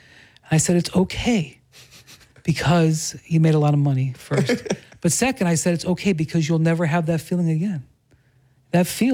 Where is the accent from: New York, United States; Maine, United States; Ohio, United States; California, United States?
Ohio, United States; Cleveland; because you know I had born and raised in Cleveland, and I covered that team for yes. many years